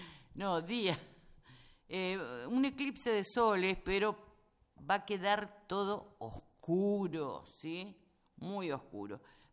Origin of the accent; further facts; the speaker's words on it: Quenumá, Buenos Aires Province, Argentina; born there; en mi pueblo, en Quenumá